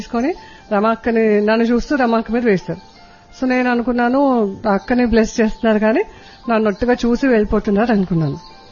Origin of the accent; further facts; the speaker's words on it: Hyderabad, Telangana, India; నేను హైదరాబాద్ నుండి వచ్చాను.